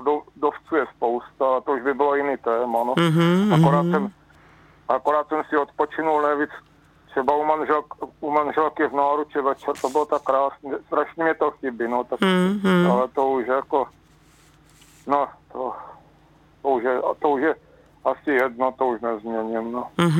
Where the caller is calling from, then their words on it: Olomouc, Olomouc Region, Czechia; No, já jsem Olomoučák